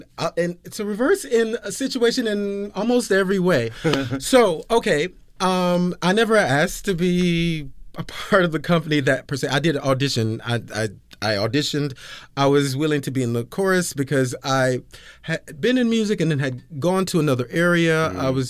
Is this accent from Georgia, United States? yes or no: yes; Georgia, United States; Well, I will just tell you, I'm a Georgia boy.